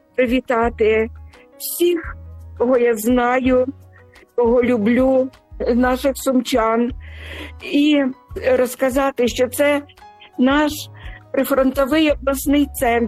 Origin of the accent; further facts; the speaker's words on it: Sumy, Sumy Oblast, Ukraine; moved away; Я пишаюсь своїм рідним містом, я в ньому народилась. Там народились мої діти, мої онуки, мої правнуки. Там я хрещена.